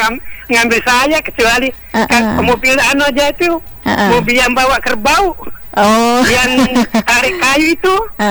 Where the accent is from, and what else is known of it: Soppeng, South Sulawesi, Indonesia; moved away as an adult; also born or lived in Samarinda